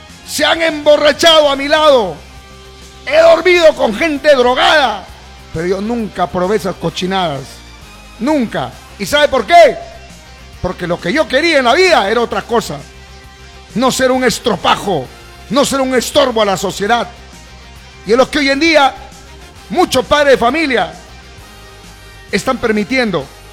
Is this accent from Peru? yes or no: yes; Piura, Peru; born there; desde cuando vivía en mi pueblito, algún día llegar a la ciudad